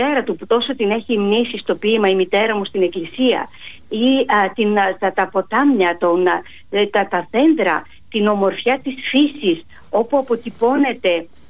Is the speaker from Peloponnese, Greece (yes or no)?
no; Ioannina, Epirus, Greece; κατάγομαι από τα Γιάννενα, σε χωριά των Ιωαννίνων